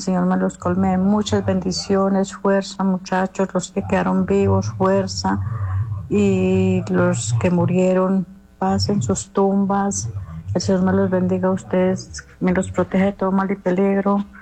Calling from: El Águila, Valle del Cauca, Colombia; Yo soy del Águila.

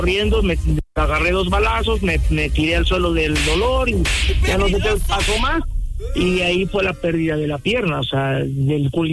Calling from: Mazatlán, Sinaloa, Mexico; directo desde Mazatlán

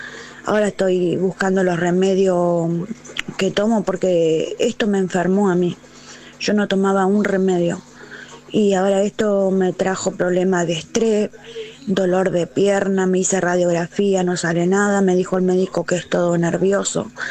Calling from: Argentina; de San Cristóbal.

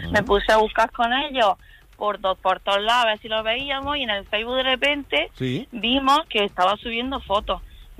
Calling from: Almería, Andalusia, Spain; que soy de Almería

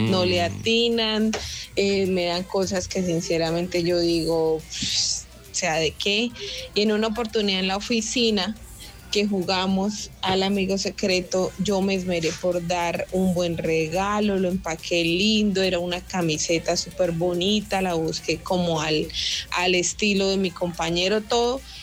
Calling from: Girón, Santander, Colombia; desde Girón, sintonizándolos.

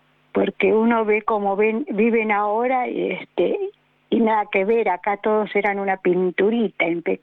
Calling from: Cañuelas, Buenos Aires Province, Argentina; vivo en Cañuelas.

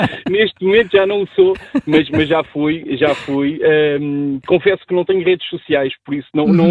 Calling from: Barreiro, Setúbal, Portugal; partilhamos as mesmas origens, somos do Barreiro

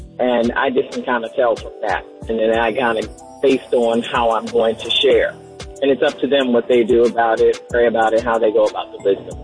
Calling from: Charleston, United States; I'm calling from Charleston.

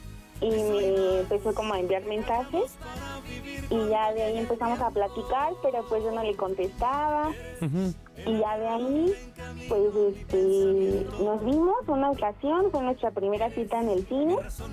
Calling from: Tlalnepantla, State of Mexico, Mexico; Hablo del Estado de México.

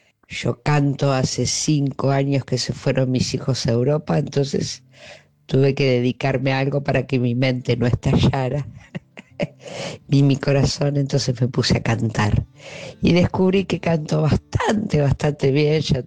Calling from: Mar del Plata, Buenos Aires Province, Argentina; de Mar del Plata.

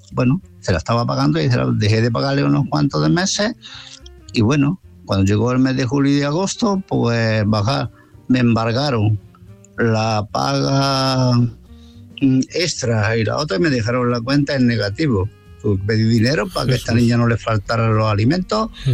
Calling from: Málaga, Andalusia, Spain; Buenas noches, Álvaro. … de Málaga.

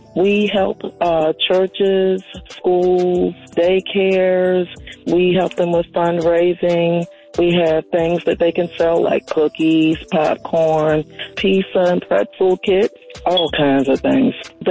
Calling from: Richmond, Virginia, United States; I'm calling from the Richmond, Virginia area.

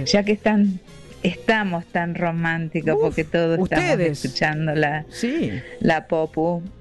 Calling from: Villa El Chocón, Neuquén, Argentina

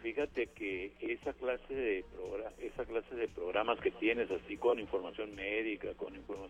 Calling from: Mexicali, Baja California, Mexico; Yo vengo de vacaciones de Mexicali.

